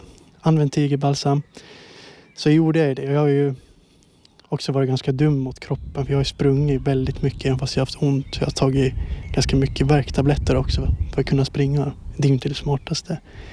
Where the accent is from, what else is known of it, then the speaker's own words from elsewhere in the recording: Åland Islands; moved away as an adult; now in Stockholm, Sweden; Ända sedan jag spelade fotboll hemma på Åland.